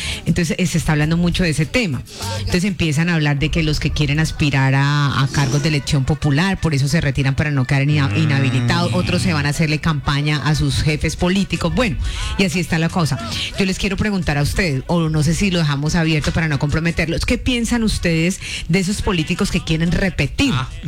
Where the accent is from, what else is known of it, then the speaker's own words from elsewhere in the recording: Restrepo, Meta, Colombia; born there; now in Villavicencio, Colombia; fue alcalde de mi pueblo porque él es de Restrepo